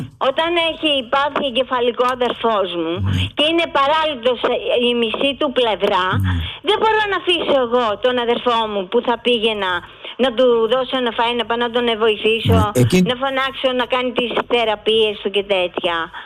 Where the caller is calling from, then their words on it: Greece; Εντάξει, είμαι Ελληνίδα, είμαι στην πατρίδα μου